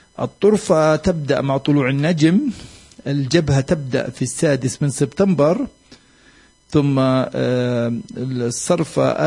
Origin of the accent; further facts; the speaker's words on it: Bethlehem, Bethlehem Governorate, Palestine; كانت درجة الحرارة اليوم عندنا في بيت لحم تقريبا 30 درجة مئوية